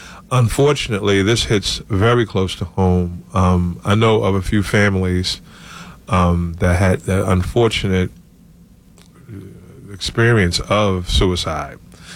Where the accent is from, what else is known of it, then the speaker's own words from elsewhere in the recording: Philadelphia, Pennsylvania, United States; I grew up in West Philly, so I had to catch the 52, the L, and the subway to get to school.